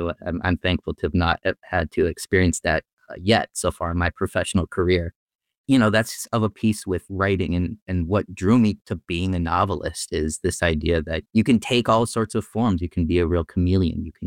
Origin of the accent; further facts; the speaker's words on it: Longmeadow, Massachusetts, United States; I grew up in Longmeadow, and I have very, very strong connections to the place, very, very fond memories of growing up there.